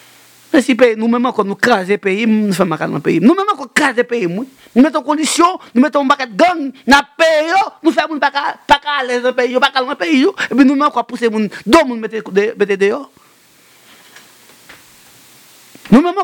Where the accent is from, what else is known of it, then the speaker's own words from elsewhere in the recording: Haiti; mais je suis haïtien.